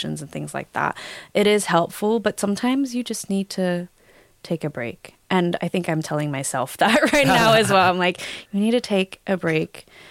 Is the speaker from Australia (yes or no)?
yes; Australia; now in Vienna, Austria; I am very Australian.